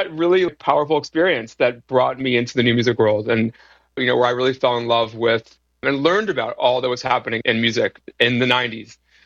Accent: Chicago, Illinois, United States; So I grew up in Chicago

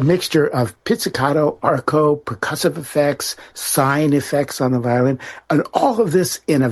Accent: United States; born there; also born or lived in Southern California; I grew up in Southern Arizona and in Southern California.

